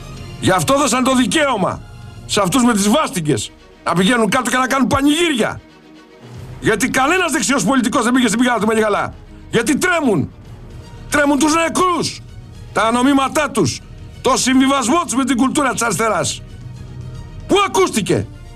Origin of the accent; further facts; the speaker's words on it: Mystras, Peloponnese, Greece; στα μέρη μου, στο Μιστρά.